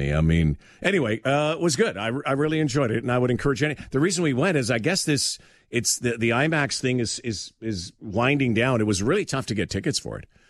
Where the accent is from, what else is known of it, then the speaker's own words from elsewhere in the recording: Canada; I shouldn't say Z. I'm Canadian. and especially Canadian now.